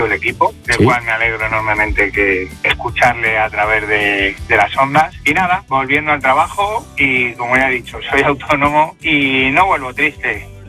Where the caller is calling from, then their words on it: Madrid, Community of Madrid, Spain; soy de Madrid, soy ponedor.